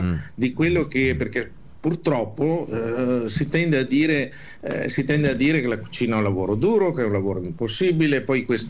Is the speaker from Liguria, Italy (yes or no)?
no; Veneto, Italy; un po' perché siamo veneti, un po' perché sono veneto